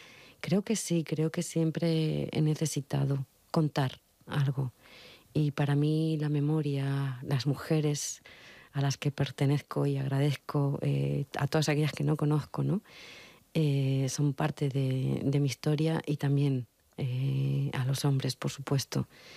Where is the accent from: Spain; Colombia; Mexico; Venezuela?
Spain; Logroño, La Rioja; moved away as an adult; also born or lived in Zaragoza; yo que soy de Logroño, pero ya llevaba 4 años viviendo en Zaragoza